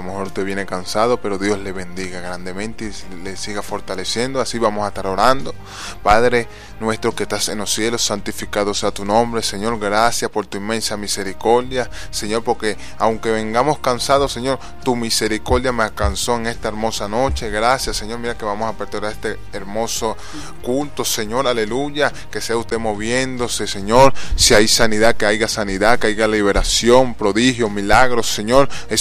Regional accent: Venezuela; born there; moved away; Venezuela, un hermoso país, un hermoso donde yo nací

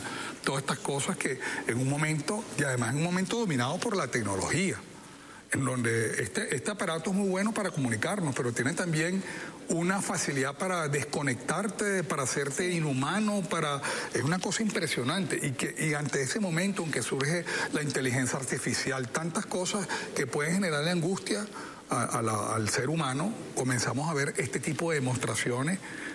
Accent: Caracas, Capital District, Venezuela; gran parte de los caraqueños, volvimos y digo de los caraqueños

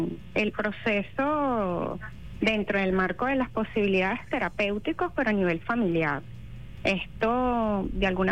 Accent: Venezuela; somos humanos y hermanos, somos venezolanos, o sea, esto es un sentir colectivo

